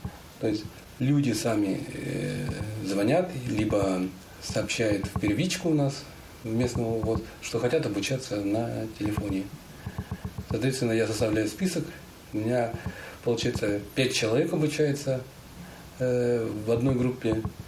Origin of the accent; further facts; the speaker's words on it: Yalutorovsk, Tyumen Oblast, Russia; Дошкольное мое детство было в Имбаевском детском доме. У меня родители умерли рано, поэтому меня отправили в Имбаевский детский дом. Потом меня переправили в школу, вот. Школу номер 26 раньше она называлась, города Ялуторовска.